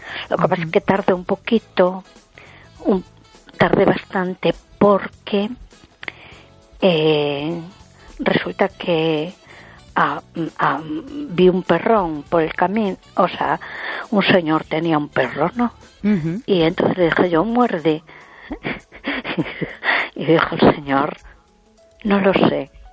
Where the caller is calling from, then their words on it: A Coruña, Galicia, Spain; de Coruña.